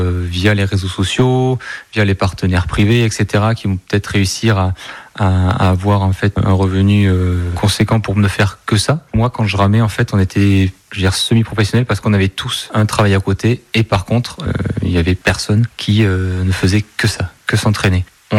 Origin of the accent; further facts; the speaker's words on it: Bergerac, Nouvelle-Aquitaine, France; Je suis originaire de Bergerac et actuellement à la recherche d'un poste chez les sapeurs-pompiers professionnels.